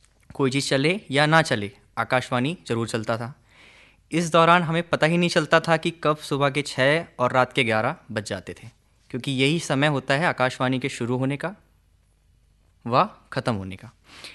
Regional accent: Chhindwara, Madhya Pradesh, India

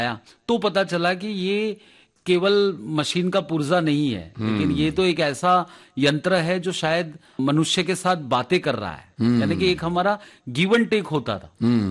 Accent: Ahmedabad, Gujarat, India; वो हमारे अहमदाबाद में ही, अहमदाबाद हाँ। हमारा जो एक मोहल्ला है, जो हमारा गांव है छारा नगर गांव, तो वहां पर रहते थे।

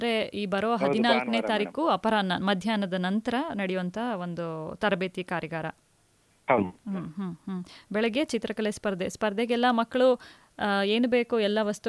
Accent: Mysuru, Karnataka, India; ಈಗ ನಾವು ಮೈಸೂರವರು

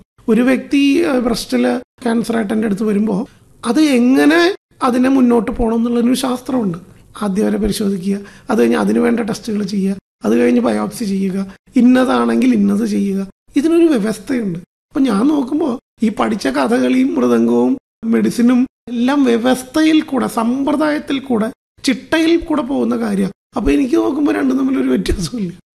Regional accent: Irinjalakuda, Kerala, India; ഞാൻ ഇരിഞ്ഞാലക്കുടക്കാരനാണ്.

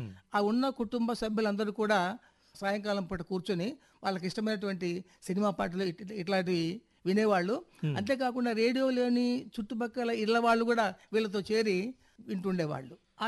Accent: Bommalapuram, Andhra Pradesh, India; నేను మా స్వగ్రామం బొమ్మలాపురంలో ఉండగా

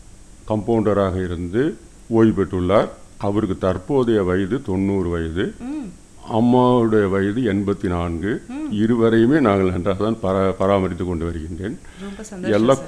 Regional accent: Kidarangondan, Tamil Nadu, India; எனது சொந்த ஊர் திருவாரூர் மாவட்டம் கடாரங்கொண்டான்.

